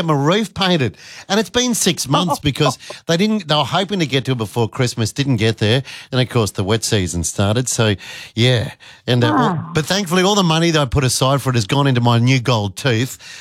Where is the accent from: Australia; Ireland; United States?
Australia; Rockhampton, Queensland; born there; I was born in Rockhampton